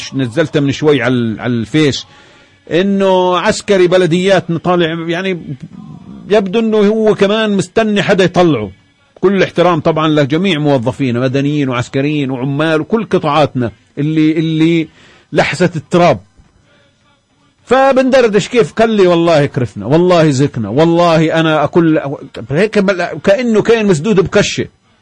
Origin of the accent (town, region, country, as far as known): Palestine